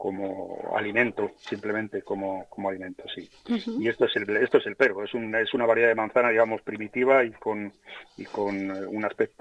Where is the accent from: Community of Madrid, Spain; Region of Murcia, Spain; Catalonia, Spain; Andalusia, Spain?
Community of Madrid, Spain; Puebla de la Sierra; tenemos, ahora mismo me parece que son 57, casi 58 kilómetros cuadrados, y yo creo que somos el pueblo de Madrid con la menor densidad, porque somos 110, 105, 106 habitantes, somos de los pueblos que menos densidad por kilómetro cuadrado tenemos de la Comunidad de Madrid